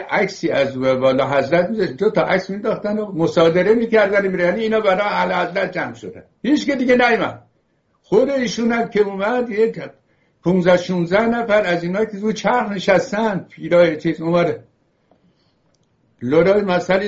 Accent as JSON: {"language": "Persian", "country": "Iran", "said": "ما ایرانی هستیم، جای دیگری نداریم برویم."}